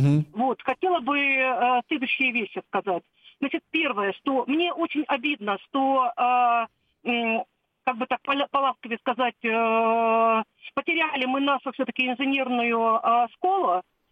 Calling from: Moscow Oblast, Russia; Я из Подмосковья.

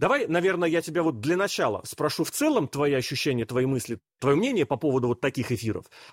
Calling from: Russia; я пишусь из России

